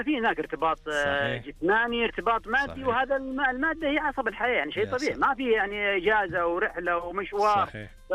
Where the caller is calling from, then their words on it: Riyadh, Riyadh Province, Saudi Arabia; انا كلمك حاليا من الرياض، بس كنت في جوله على المنطقه الجنوبيه حوالي 22 يوم تقريبا